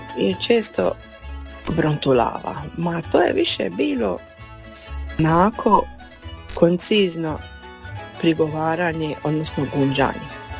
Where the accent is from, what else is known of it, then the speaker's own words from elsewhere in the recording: Dalmatia, Croatia; accent: Chakavian; nam se gubi ti naš dijalekt, ta čakavica